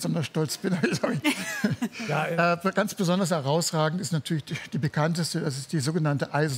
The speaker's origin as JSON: {"language": "German", "town": "Ludwigsburg", "region": "Baden-Württemberg", "country": "Germany", "tie": "born or raised there", "said": "Ja, in Ludwigsburg, das ist meine Heimatstadt."}